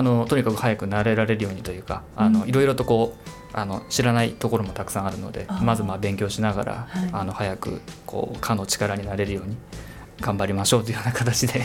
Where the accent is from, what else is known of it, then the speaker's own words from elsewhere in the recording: Kansai, Japan; accent: Kansai dialect; now in Chofu, Japan; 関西人なんですけど